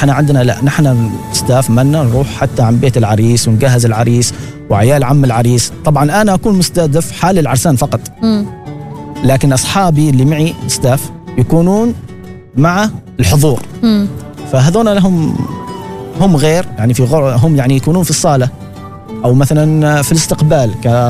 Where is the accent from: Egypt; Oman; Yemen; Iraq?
Oman; Dhofar; نحن عندنا في محافظة الظفار